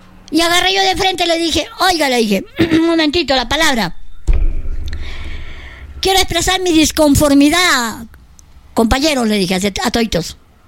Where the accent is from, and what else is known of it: Peru